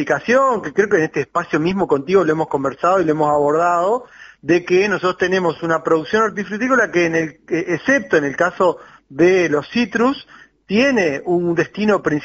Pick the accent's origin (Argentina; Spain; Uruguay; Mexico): Uruguay